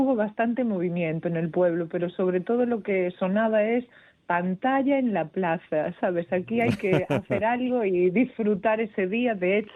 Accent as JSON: {"language": "Spanish", "town": "Burela", "region": "Galicia", "country": "Spain", "said": "aunque para nosotros somos todos de Burela."}